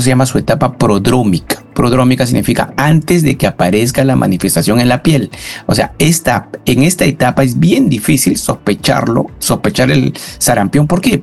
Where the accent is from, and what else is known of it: Peru